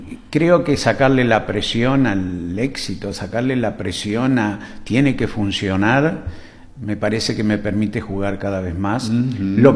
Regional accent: Santa Fe, Argentina; moved away; Yo soy santafesino del norte.

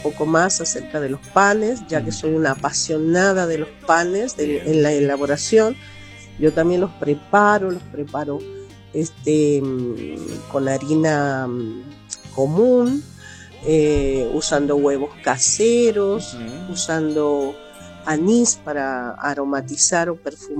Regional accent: Santiago del Estero, Argentina; Yo recuerdo en una ocasión que estando allí en mi provincia, en Santiago

